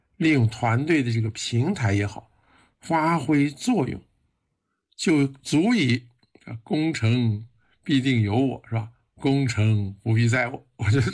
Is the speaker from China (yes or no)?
yes; China; 我们中国人